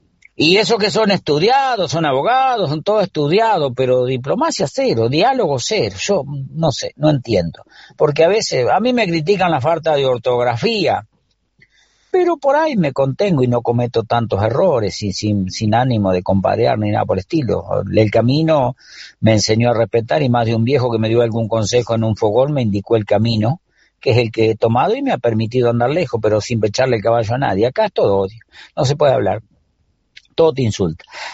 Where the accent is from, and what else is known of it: Argentina